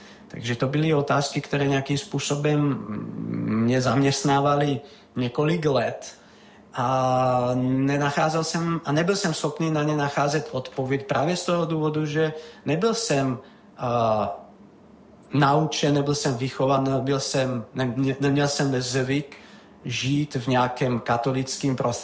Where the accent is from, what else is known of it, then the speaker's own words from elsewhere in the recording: Trenčín, Trenčín Region, Slovakia; moved away; já jsem tedy z Trenčína původem, což je vlastně město, kde byla od v podstatě konce druhé světové války umístěna armáda.